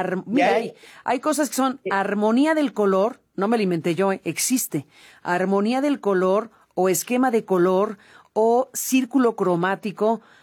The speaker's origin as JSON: {"language": "Spanish", "region": "Mexico City", "country": "Mexico", "said": "Y hay cosas, déjame cerrar, hay cosas que los capitalinos observamos a lo largo del tiempo."}